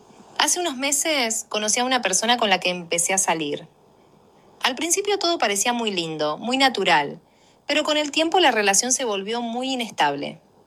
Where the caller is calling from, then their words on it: San José de Mayo, San José, Uruguay; Nací el 11 de noviembre de 1984 y estoy llamando desde San José de Mayo.